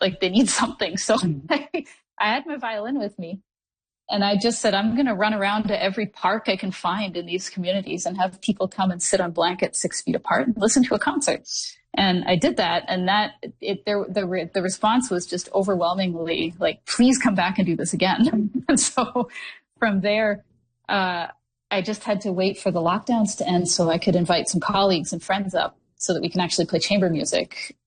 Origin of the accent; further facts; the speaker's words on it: Listowel, Ontario, Canada; So I grew up in Listowel, but I spent my summers and sometimes weekends in the winters up on the Bruce.